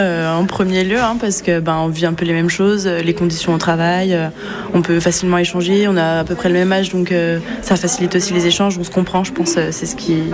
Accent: Saint-Étienne, Auvergne-Rhône-Alpes, France; born there; on est résidents de Saint-Étienne. Personnellement, je suis née à Saint-Étienne, donc oui, c'était assez logique de rester dans cette ville pour moi

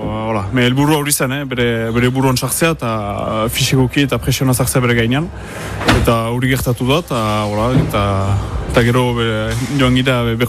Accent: Saint-Étienne-de-Baïgorry, Nouvelle-Aquitaine, France; 25 urtetut, eta Baigorrikoan iz.

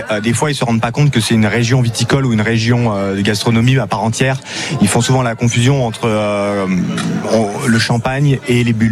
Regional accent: France; now in Norway

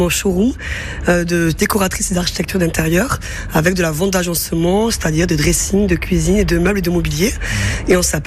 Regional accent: Carcassonne, Occitanie, France; born there; Je suis partie de Paris, je suis revenue dans le sud. Moi, je suis née à Carcassonne.

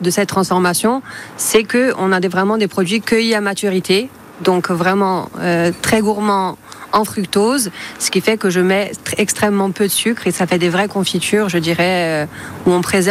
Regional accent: Cuttoli, Corsica, France; born there; moved away as an adult; now in Coro, France

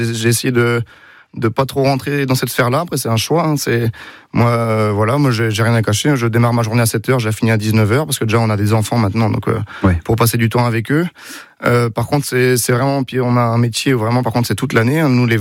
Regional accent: Saint-Berthevin, Pays de la Loire, France; Donc, moi, j'ai grandi à Saint-Berthevin, auprès de Laval.

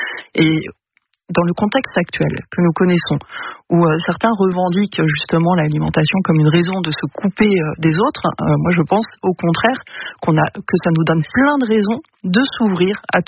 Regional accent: Belgium; now in Lille, France; Mais je viens de Belgique

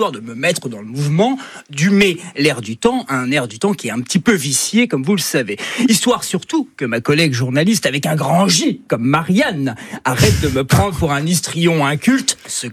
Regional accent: Corsica, France; Bonjour, c'est vrai qu'en tant que Corse, j'ai un petit peu peur.

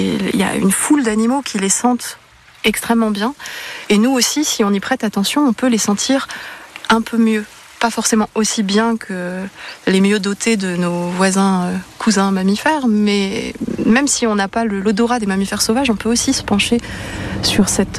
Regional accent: Grand Est, France; Et j'ai grandi en Lorraine, dans une région qui est très riche en carrières, en forêts, en milieux assez magiques et insoupçonnés.

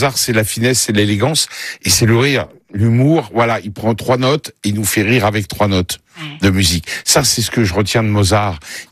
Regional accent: Paris, Île-de-France, France; Je suis de Paris, alors l'accent toulousain, c'est

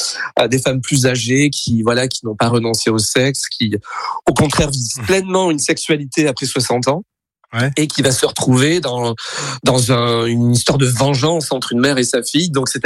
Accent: Dax, Nouvelle-Aquitaine, France; je suis un pur landais puisque je suis né à Dax en Landes de Grâce 1976. Donc j'ai fait toute ma scolarité, toute ma jeunesse à Dax.

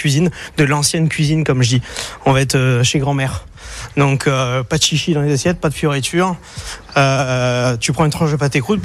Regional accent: Céret, Occitanie, France; Céré, pour ceux qui connaissent, c'est quand même une magnifique ville. Et je suis pas très chauvin, hein, donc c'est la vérité.

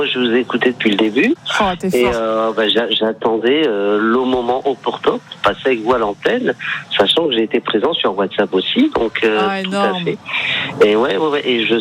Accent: Bordeaux, Nouvelle-Aquitaine, France; Je suis de Bordeaux.

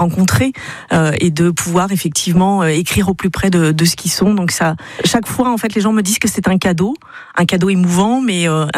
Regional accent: Parigné-l'Évêque, Pays de la Loire, France; born or raised there; also born or lived in Le Mans

